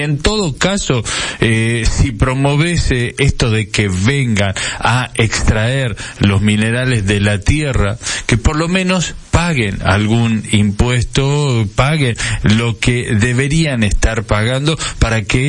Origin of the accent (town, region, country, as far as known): Argentina